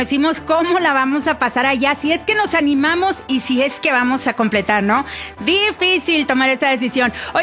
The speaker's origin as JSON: {"language": "Spanish", "country": "Mexico", "moved": "yes", "said": "la gran mayoría que estamos ahorita en esta mañana por aquí platicando somos mexicanos"}